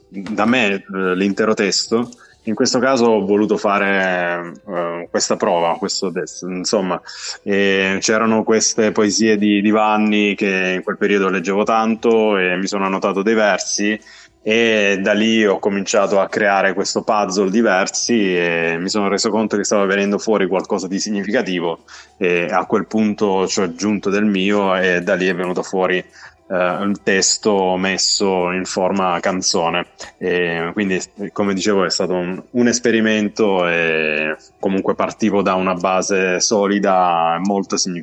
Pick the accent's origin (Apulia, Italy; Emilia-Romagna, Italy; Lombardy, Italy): Apulia, Italy; now in Turin, Italy; io che sono pugliese ma che vivo a Torino